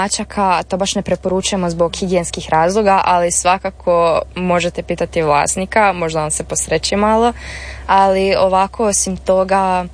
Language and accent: Croatian; Croatia; kao Hrvati, kao mala zemlja